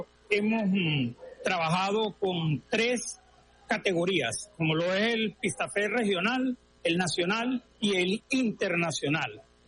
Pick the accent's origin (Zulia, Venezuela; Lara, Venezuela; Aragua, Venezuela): Lara, Venezuela; Para nosotros los larenses